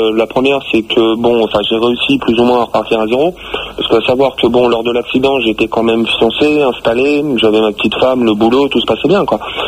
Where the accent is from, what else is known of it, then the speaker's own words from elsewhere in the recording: Chelles, Île-de-France, France; Moi je suis de Chelles, donc c'est n'est pas.